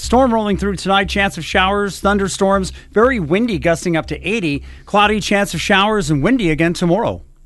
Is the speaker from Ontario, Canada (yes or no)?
yes; Ontario, Canada; when I was a kid growing up in Northern Ontario, limited growing season